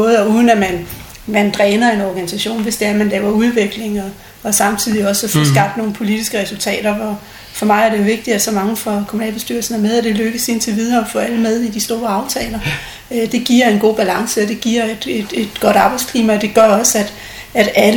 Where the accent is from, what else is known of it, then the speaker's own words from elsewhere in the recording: Nakskov, Zealand, Denmark; now in Rødovre, Denmark; Jeg er født i Nakskov, på Nakskov sygehus.